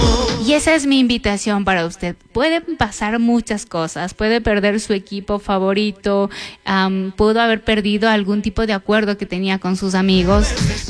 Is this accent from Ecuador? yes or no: yes; Ecuador; así somos los ecuatorianos